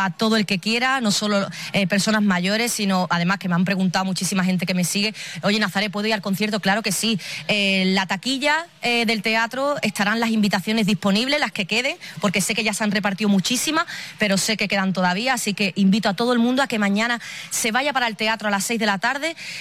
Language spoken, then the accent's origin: Spanish; Ceuta, Spain; a mí me duele cada cosita que le hacen a mi tierra porque la amo